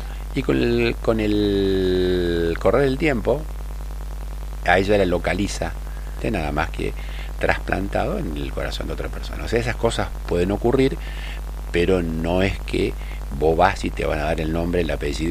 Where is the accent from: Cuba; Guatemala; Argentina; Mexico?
Argentina; ¿Somos solidarios los argentinos? No. Yo soy categórico.